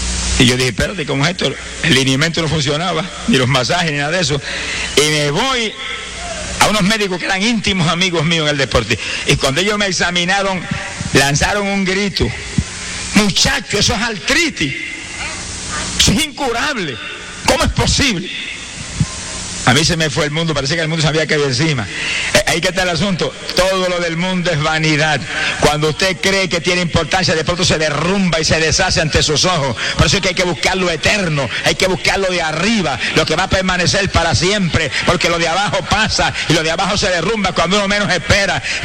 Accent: Puerto Rico; Hubo ciertas campañas evangelísticas en Arecibo, que es cerca de mi pueblo, y en otros lugares, y yo fui volando para allá.

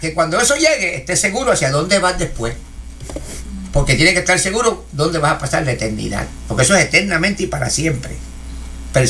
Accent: Puerto Rico; moved away; como decimos allá en Puerto Rico

